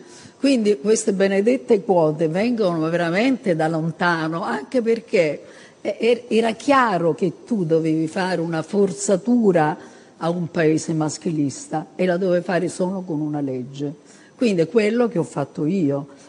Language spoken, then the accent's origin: Italian; Reggio Calabria, Calabria, Italy; born there; nasce da ragazza a Reggio Calabria, anzi a Bocale, un paesino della provincia di Reggio